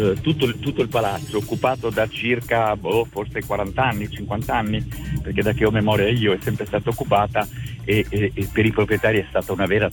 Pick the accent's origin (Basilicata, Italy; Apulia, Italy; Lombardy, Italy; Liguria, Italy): Lombardy, Italy; Milan; Allora io sono di Milano.